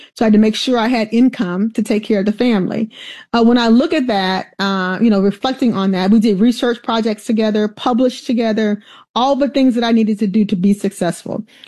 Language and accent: English; Alabama, United States; Now, we'll tell you too, growing up in Alabama, there's some spaces and places that I will never probably ever be comfortable